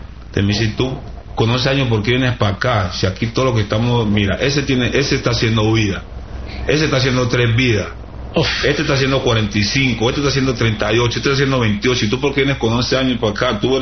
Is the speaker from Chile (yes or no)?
no; Colombia; Porque estoy solo, sí, soy yo colombiano ahí